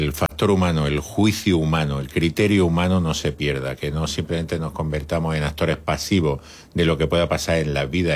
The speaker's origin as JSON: {"language": "Spanish", "town": "Granada", "region": "Andalusia", "country": "Spain", "tie": "born there", "lives_now": "Almería, Spain"}